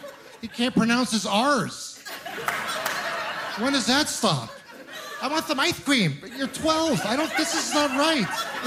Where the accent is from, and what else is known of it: Ontario, Canada